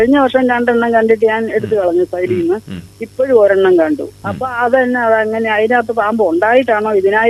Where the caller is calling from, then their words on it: Ettumanoor, Kerala, India; ഏറ്റുമാനൂരിന്നാണ് വിളിക്കുന്നത്.